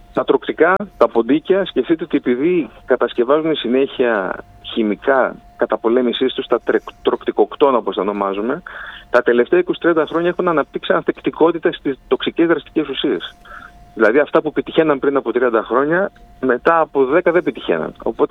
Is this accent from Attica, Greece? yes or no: no; Larissa, Thessaly, Greece; εγώ επειδή είμαι Θεσσαλός, μεγάλωσα τη Λάρισα, την αγαπώ τη Λάρισα, την ερευνώ τη Λάρισα και τη Θεσσαλία όλη